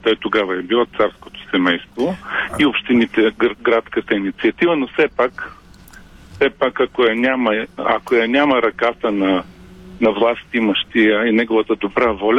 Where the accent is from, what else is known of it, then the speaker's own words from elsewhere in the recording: Varna, Varna Province, Bulgaria; Аз съм израснал в сградата на Варненското радио